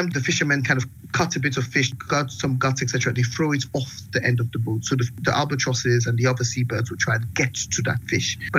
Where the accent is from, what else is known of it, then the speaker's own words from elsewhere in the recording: Sierra Leone; You know, I'm from Sierra Leone, a country that had a decade-long civil war.